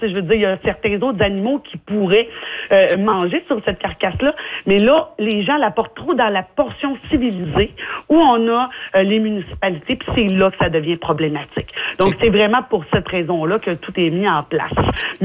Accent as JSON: {"language": "French", "region": "Quebec", "country": "Canada", "said": "chez nous, en Haute-Côte-Nord."}